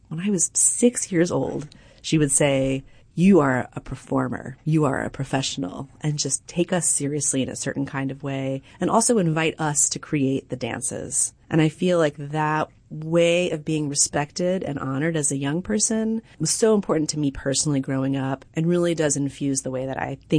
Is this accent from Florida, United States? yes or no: no; Nashville, Tennessee, United States; I grew up in Nashville, and I had a friend who would summer in Monteagle.